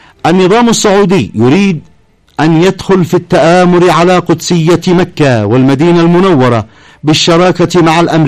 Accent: Yemen

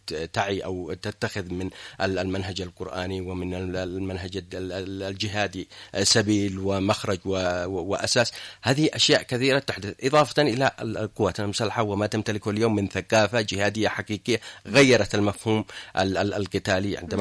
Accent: Yemen; حتى بالنسبة لنا كيمنيين.

